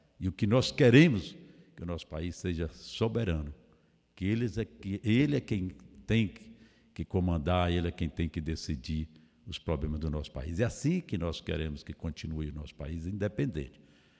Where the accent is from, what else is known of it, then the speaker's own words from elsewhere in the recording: Guanambi, Bahia, Brazil; Agradeço a minha terra natal, Guanambi